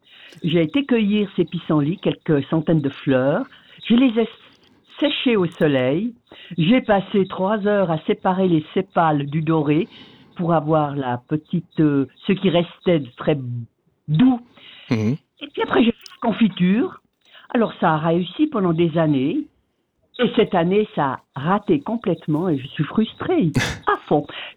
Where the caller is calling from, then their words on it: Corsier-sur-Vevey, Vaud, Switzerland; Des Monts de Corsier.